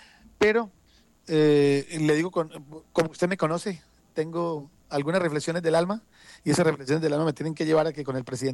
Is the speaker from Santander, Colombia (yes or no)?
no; Meta, Colombia; como llanero y como habitante del departamento del Meta